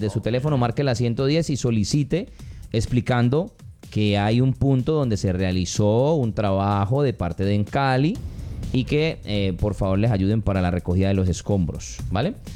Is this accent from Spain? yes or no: no; Pasto, Nariño, Colombia; respeten la gente de Pasto, que yo soy de Pasto, pues, señores.